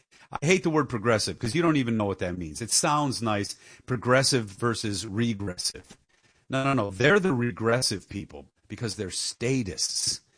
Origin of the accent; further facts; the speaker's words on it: Dearborn, Michigan, United States; It's happening in Dearborn, my hometown.